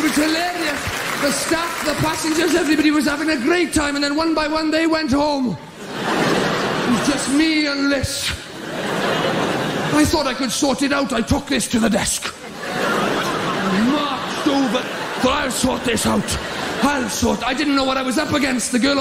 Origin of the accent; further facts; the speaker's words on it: Wales, United Kingdom; I'm Welsh, I bought shorts, t-shirts, sunglasses. They don't even sell them in Wales.